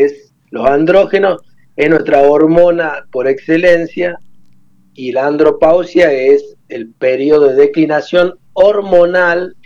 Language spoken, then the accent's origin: Spanish; Córdoba, Argentina; now in Paraná, Argentina; Yo nací, me crié en el barrio de Alberdi.